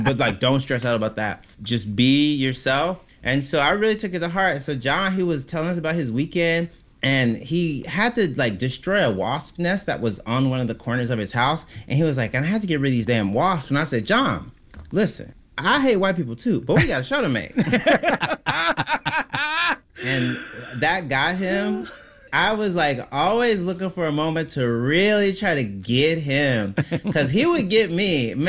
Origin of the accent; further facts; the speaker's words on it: Mississippi, United States; I love performing in the South. I'm from Mississippi.